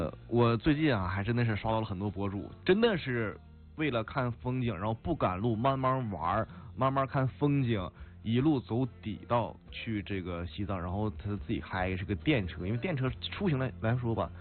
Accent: Northeast China, China; 因为可能作为一个东北人，

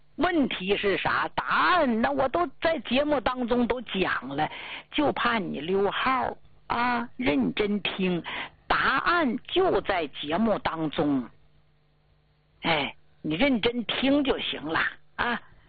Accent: Northeast China, China; 其实对于我们老年人来说是好事儿，对于咱们东北人来说也是好事儿

